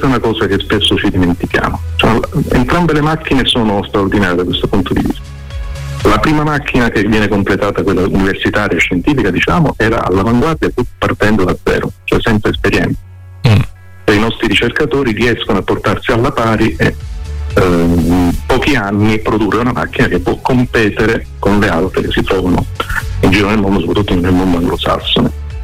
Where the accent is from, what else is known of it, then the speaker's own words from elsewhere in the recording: Calabria, Italy; now in Tuscany, Italy; Io non sono toscano, sono calabrese, sono toscano di adozione